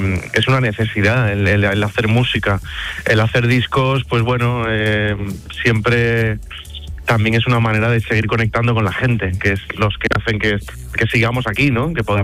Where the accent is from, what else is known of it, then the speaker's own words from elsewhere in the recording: Spain; ahora por fin en mi casa, en mi tierra, en España